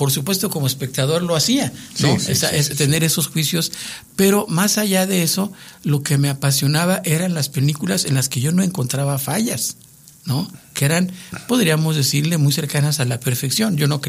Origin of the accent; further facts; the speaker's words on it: San Miguel de Cruces, Durango, Mexico; moved away; Para un joven de provincia que llega hasta la Ciudad de México, que viene de la Sierra de Durango, pues no es fácil el camino. Trae uno, San Miguel de Cruces, mi pueblo natal